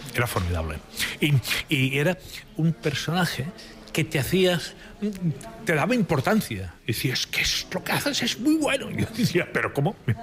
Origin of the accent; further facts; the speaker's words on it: Barcelona, Catalonia, Spain; Yo soy de Sant Andreu, que es un barrio que está bastante lejos